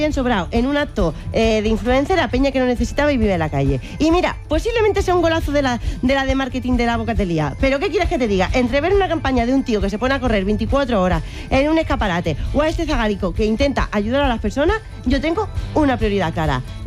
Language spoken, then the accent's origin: Spanish; Region of Murcia, Spain